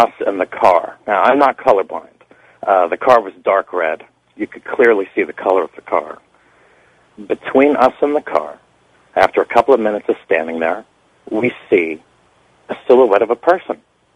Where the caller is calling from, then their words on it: New York City, New York, United States; from Brooklyn, New York.